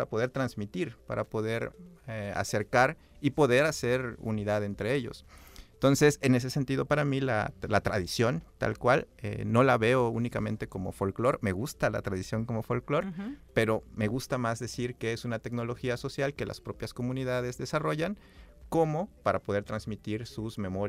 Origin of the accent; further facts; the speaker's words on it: Oaxaca, Mexico; moved away as an adult; now in Xalapa, Mexico; yo soy del Istmo, uh-huh, del Istmo de Tehuantepec, de Oaxaca, en donde la tradición se vive